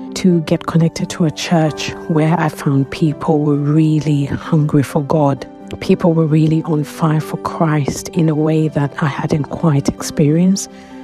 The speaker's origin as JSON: {"language": "English", "region": "London", "country": "United Kingdom", "moved": "as an adult", "said": "I am from London."}